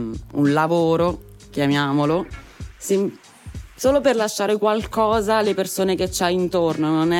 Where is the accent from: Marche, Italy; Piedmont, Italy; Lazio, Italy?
Marche, Italy; Ascoli Piceno; vengo da Ascoli Piceno